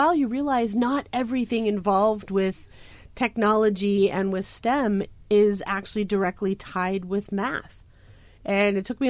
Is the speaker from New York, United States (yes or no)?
no; Mars, Pennsylvania, United States; born or raised there; moved away